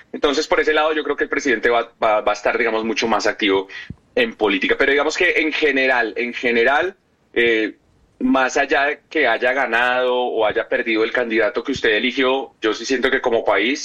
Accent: Colombia; moved away; Salimos de Colombia.

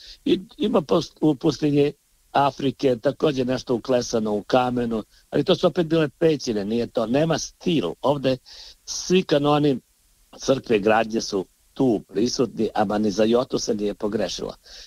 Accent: Podgorica, Montenegro

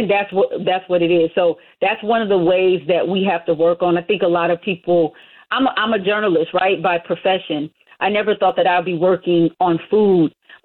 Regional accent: Los Angeles, California, United States; also born or lived in Louisiana; I'm from Los Angeles. So in the summer times, I used to go to my grandmother's house

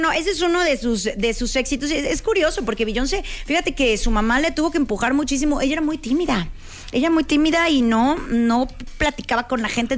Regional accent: Veracruz, Mexico; Soy jarocha, las capto rapidísimo, no.

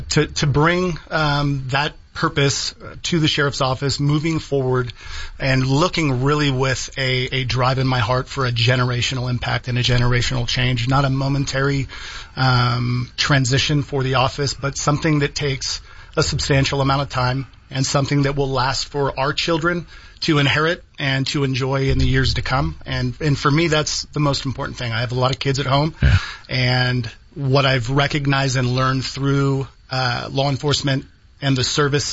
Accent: Topeka, Kansas, United States; also born or lived in Southern California; I did a lot of my younger growing up in Topeka, Kansas, before moving to Southern California as my dad was driving trains.

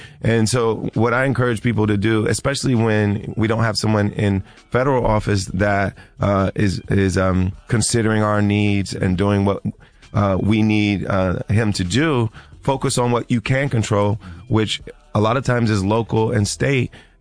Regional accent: Ohio, United States; I'm still going to go out and campaign for candidates in my home state of Ohio.

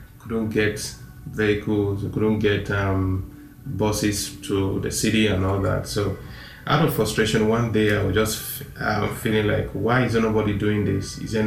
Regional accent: Nigeria; moved away as an adult; my home country, Nigeria.

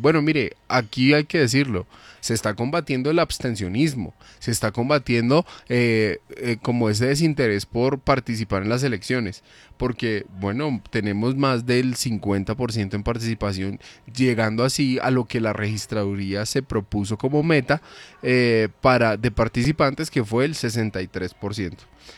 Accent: Colombia; somos colombianos

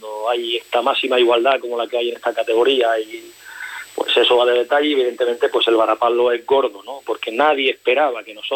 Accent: Granada, Andalusia, Spain; el Granada B, que yo soy granadino

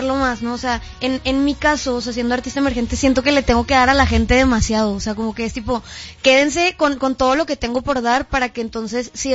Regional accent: Monterrey, Nuevo León, Mexico; soy de Monterrey, entonces obviamente crecí con banda full

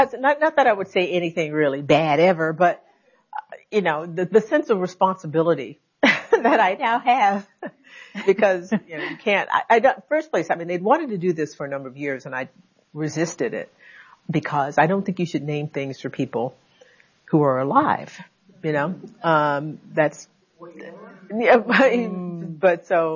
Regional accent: Conroe, Texas, United States; In Conroe, Texas.

